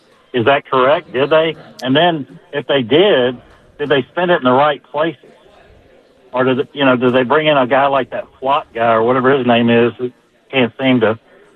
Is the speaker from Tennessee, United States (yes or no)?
yes; Nashville, Tennessee, United States; I grew up in East Nashville, and so they mean a lot to me.